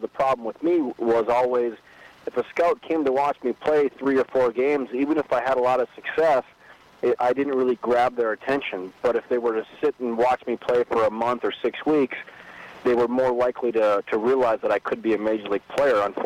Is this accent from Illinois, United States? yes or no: no; Fargo, North Dakota, United States; initially I turned down the offer because I had played 4 years in my hometown in Fargo.